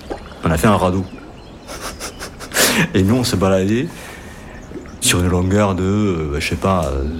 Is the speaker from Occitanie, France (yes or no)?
yes; Carmaux, Occitanie, France; Quand j'étais gamin, j'habitais à Gourgathieu, une cité ouvrière à Carmaux, au bord du Cérou.